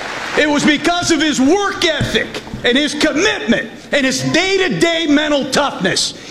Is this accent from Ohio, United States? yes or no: yes; Sandusky, Ohio, United States; I'm from Ohio. My mom and dad are from Cleveland. I was born in Sandusky, and I went